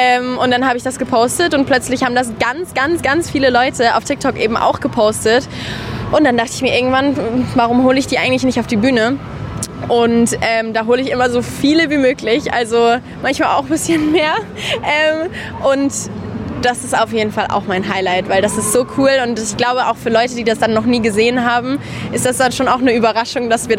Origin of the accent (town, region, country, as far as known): Karlsruhe, Baden-Württemberg, Germany